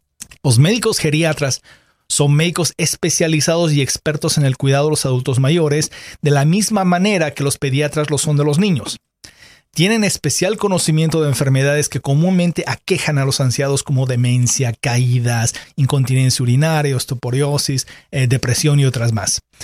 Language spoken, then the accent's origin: Spanish; Bolivia; now in Lehigh Valley, United States; usted es un compatriota mío, un boliviano. Fuimos a la misma escuela de medicina.